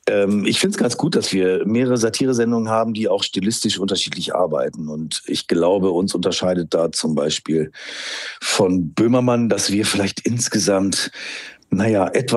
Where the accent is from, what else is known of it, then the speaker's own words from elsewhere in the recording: Rhineland, Germany; Alle verorten mich in Hamburg, aber ich bin Rheinländer